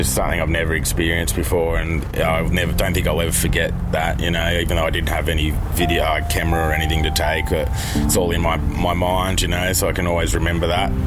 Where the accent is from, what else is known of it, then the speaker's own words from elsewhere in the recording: Maxwell, New South Wales, Australia; born there; moved away; I was born in Maxwell in New South Wales on the East Coast.